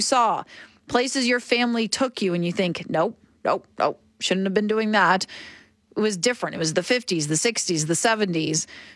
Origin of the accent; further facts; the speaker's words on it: Oshawa, Ontario, Canada; I keep going back to this small zoo near my hometown in Oshawa that I am 99% confident.